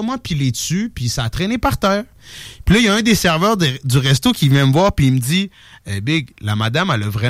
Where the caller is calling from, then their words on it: Quebec City, Quebec, Canada; ben moi, je viens de Limoilou.